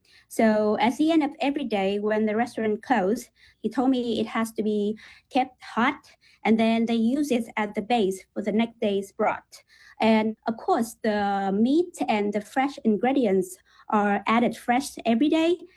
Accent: Vietnam; English is a second language; I am not really nervous because I'm from Vietnam.

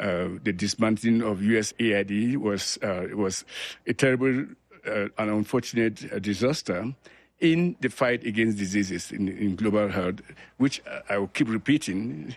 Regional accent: Cameroon; born there; I was born in Cameroon

